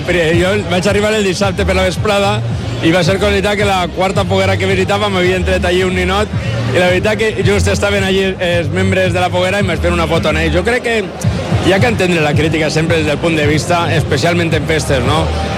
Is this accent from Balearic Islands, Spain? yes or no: no; Alicante, Valencian Community, Spain; born there; also born or lived in Finestrat; tot el món diu que sóc de Finestrat, jo sóc, és que jo sóc nascut a Alacant, els meus pares vivien al barri Virgen del Remedio, un barri modest d'Alacant, i jo els primers anys de la infància els vaig tindre així